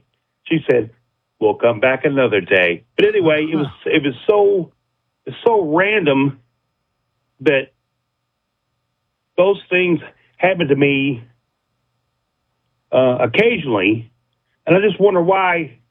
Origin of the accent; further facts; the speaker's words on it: Louisville, Kentucky, United States; Yes, sir. I'm from Louisville, Kentucky.